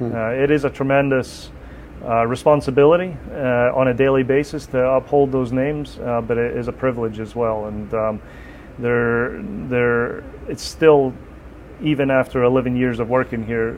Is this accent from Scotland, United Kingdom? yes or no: yes; Scotland, United Kingdom; moved away as an adult; now in Orlando, United States; growing up in Scotland. You know, I grew up about 30 minutes from St. Andrews.